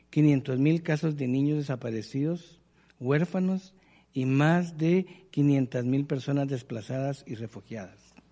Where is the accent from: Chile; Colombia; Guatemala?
Guatemala; soy psicólogo guatemalteco